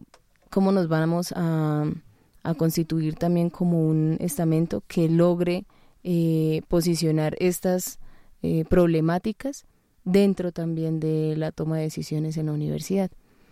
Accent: Colombia; la realidad que vivimos como sociedad colombiana.

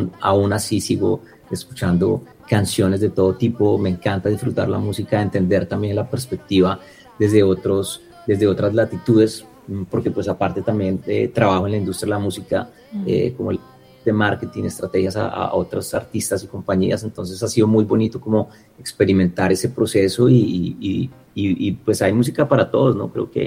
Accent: Colombia; moved away; Y esa es un poco mi historia desde que me fui de Colombia, ¿no? Alguien migratorio, un nómada que anda como con su música y sus historias

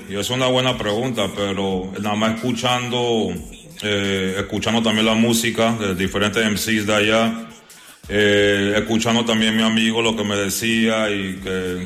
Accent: Panama; acá también, acá, aquí en mi país, en Panamá.

